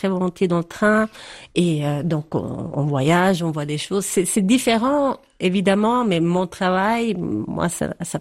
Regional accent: Poschiavo, Graubünden, Switzerland; also born or lived in Geneva; Quand j'étais à Genève et puis on me demandait, et je disais je suis du Val Poschiavo, ils disaient ah waouh, chouette, les montagnes, etc.

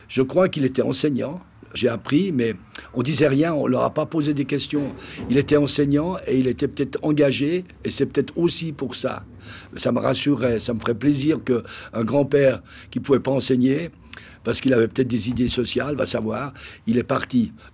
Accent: Italy; Mais effectivement, en tant qu'Italien à ce moment-là, après la Première Guerre, surtout après la Deuxième Guerre, puisque je suis né comme en 44

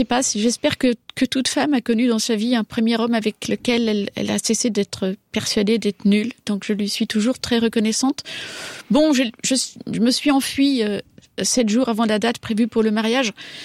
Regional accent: Japan; also born or lived in Belgium; Je disais que je venais du Japon et je suscitais la perplexité dans le regard de mon vis-à-vis, mais j'étais persuadée d'avoir raison et je me sentais profondément japonaise.

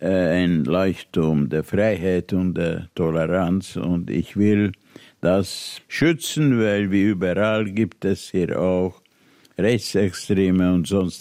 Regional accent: Vienna, Austria; also born or lived in Budapest, Hungary; aber natürlich bin ich ein Wiener.

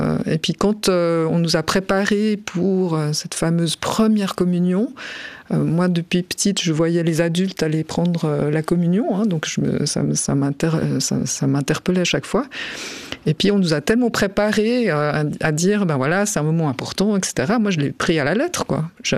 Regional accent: Corsier-sur-Vevey, Vaud, Switzerland; Je suis née à Vevey, j'ai grandi à Corsier, donc juste à côté.

